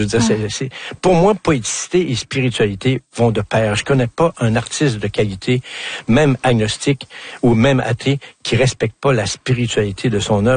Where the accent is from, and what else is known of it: Quebec, Canada; accent: Québécois